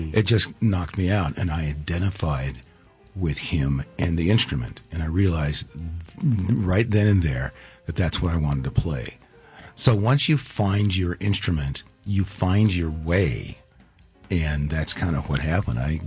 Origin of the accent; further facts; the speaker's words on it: Sacramento, California, United States; I am from Sacramento, California, you know, the jazz hub of the world.